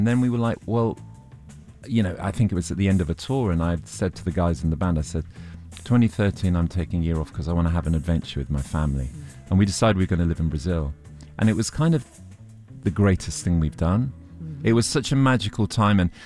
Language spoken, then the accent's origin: English; Oxford, South East England, United Kingdom; moved away; I grew up in Oxford